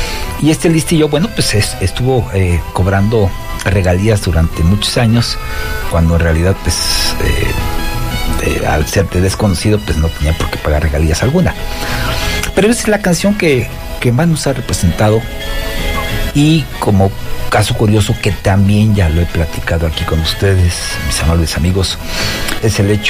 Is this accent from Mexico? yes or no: yes; Mexico